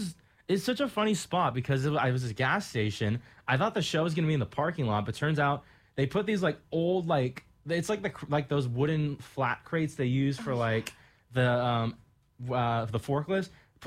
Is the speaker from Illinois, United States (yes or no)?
no; Torrance, California, United States; as somebody who grew up in Torrance, I can confirm it is indeed a beach community.